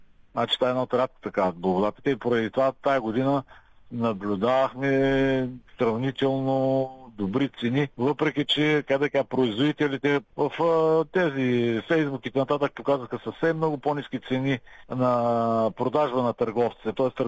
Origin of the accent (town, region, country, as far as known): Northeast Bulgaria, Bulgaria